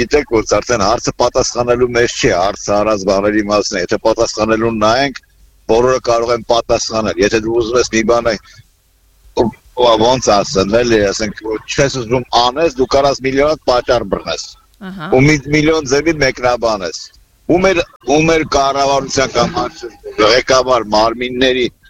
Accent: Yerevan, Armenia; also born or lived in Nagorno-Karabakh; Ես 25 տարի ապրել եմ Ղարաբաղում։ Այո։ Ես Երևանցի եմ, ասենք ասեմ։

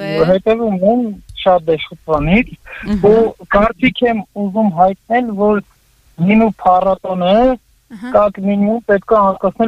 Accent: Nagorno-Karabakh, Azerbaijan; ես Արցախից եմ

